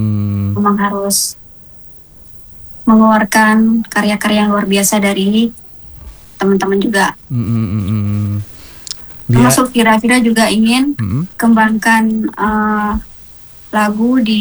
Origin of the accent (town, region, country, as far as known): Aceh, Indonesia